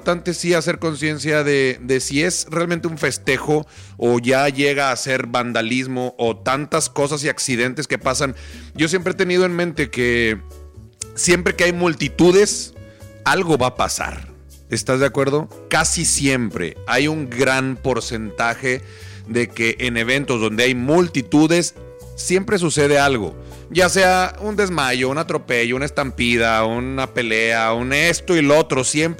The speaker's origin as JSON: {"language": "Spanish", "country": "Mexico", "said": "En realidad no me importa lo que pasa con otros países, me pasa lo que pasa con mi México, porque yo so"}